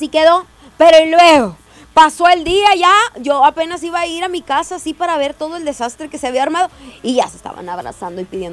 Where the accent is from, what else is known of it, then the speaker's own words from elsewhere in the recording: Mexico; nosotros como mexicanos